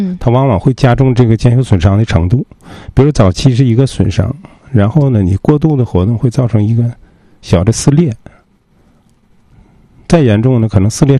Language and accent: Chinese; Northeast China, China; 咱们东北人